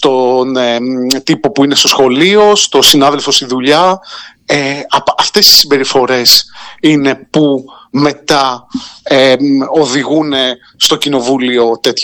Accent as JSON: {"language": "Greek", "town": "Keratsini", "region": "Attica", "country": "Greece", "said": "Εδώ στα μέρη μας, στο Κερατσίνι"}